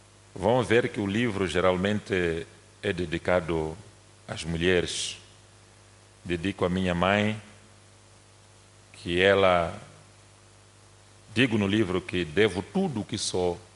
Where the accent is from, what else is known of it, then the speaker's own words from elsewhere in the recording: Mozambique; a história deste momento que nós estamos a atravessar como moçambicanos